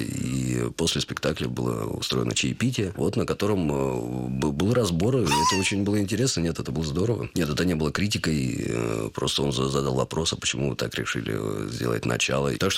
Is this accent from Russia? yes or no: yes; Altai Krai, Russia; born or raised there; moved away